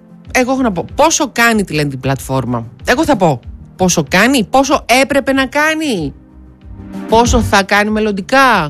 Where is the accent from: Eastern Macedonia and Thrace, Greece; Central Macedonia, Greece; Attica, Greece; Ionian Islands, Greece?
Central Macedonia, Greece; Thessaloniki; Καλημέρα στον Απόστολο από Θεσσαλονίκη, εδώ πέρα από την πόλη μου.